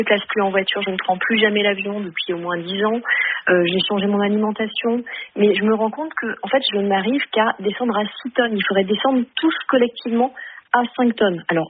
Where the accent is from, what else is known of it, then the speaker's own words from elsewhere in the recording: Bordeaux, Nouvelle-Aquitaine, France; Moi, je suis de Bordeaux, donc j'ai vécu en direct le premier incendie de 2022, celui de cette année.